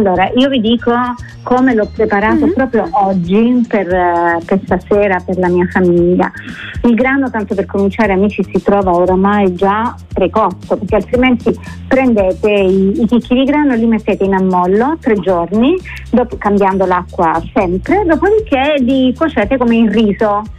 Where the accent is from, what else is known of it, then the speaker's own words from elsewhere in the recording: Apulia, Italy; sono salentina